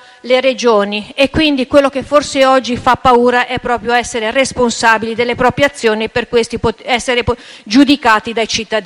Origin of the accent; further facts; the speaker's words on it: Liguria, Italy; per quanto mi riguarda, da ligure